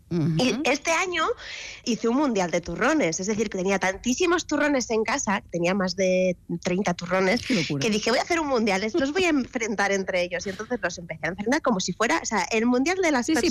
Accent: Zaragoza, Aragon, Spain; yo soy zaragozana

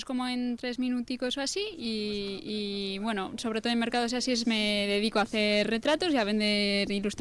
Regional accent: Vitoria-Gasteiz, Basque Country, Spain; Yo soy de Gasteiz también.

